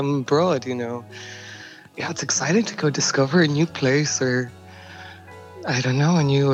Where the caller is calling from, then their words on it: Brussels, Brussels-Capital Region, Belgium; I am calling from Brussels.